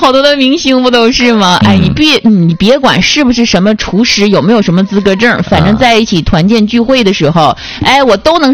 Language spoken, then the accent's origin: Chinese; Baicheng, Jilin, China; moved away; 就我们家，就我们老家那边，在大白城有那么一个烤面包的地方